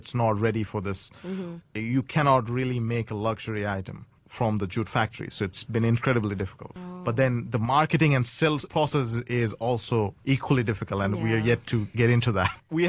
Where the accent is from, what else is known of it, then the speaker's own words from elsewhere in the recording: Bangladesh; English is a second language; growing up in Bangladesh, you have jute everywhere. And it's like a very readily available. And it's a very integral part of our culture.